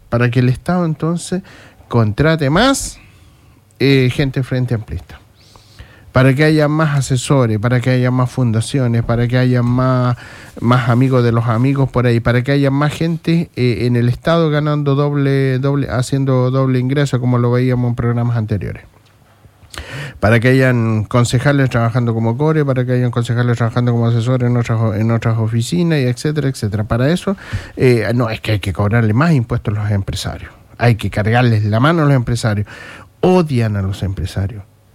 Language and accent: Spanish; Chile